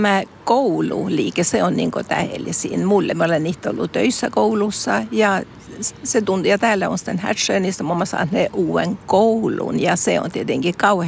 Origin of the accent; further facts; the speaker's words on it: Luleå, Norrbotten County, Sweden; born there; ja minä olen syntynyt täällä Luulajassa, vaikka Karlsvikissä